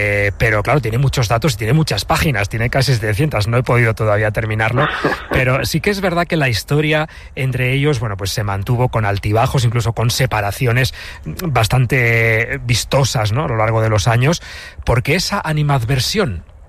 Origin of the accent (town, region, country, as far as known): Morón de la Frontera, Andalusia, Spain; born or raised there